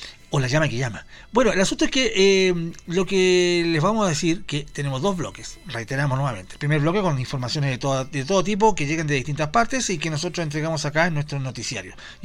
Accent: Chile; Pero nosotros que somos americanos, chilenos sobre todo, Melinda Culea.

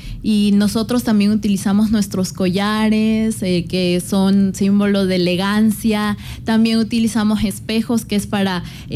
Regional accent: Santo Domingo de los Tsáchilas, Ecuador

